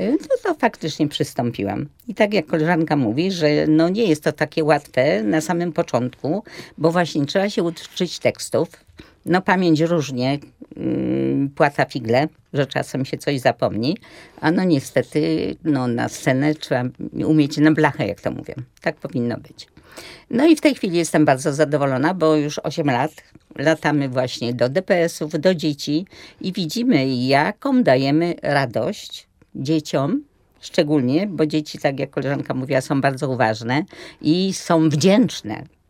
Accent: Łódź, Łódź Voivodeship, Poland; Potem, ponieważ ja z Łodzi, one z Łodzi, to zaproponowano mi, że może pochodzimy sobie po Krakowie, żeby od razu nie wracać do Łodzi.

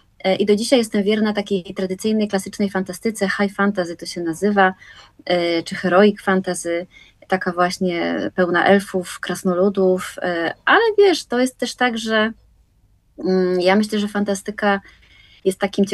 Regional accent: Łódź, Łódź Voivodeship, Poland; moved away as an adult; now in near Płock, Poland; jestem wielką patriotką miejską, także całym sercem jestem wciąż związana z Łodzią. Urodziłam się w Łodzi, spędziłam większość życia w Łodzi, natomiast rzeczywiście od 10 lat mieszkam pod Płockiem jako towar eksportowy za sprawą męża, także na wsi z miasta wielkiego

